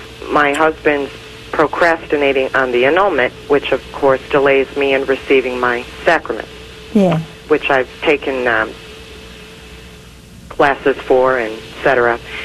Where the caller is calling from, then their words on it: East Providence, Rhode Island, United States; East Providence, Rhode Island.